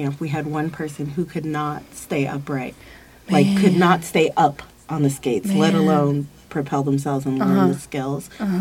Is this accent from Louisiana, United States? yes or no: no; Miami, Florida, United States; We grew up in Miami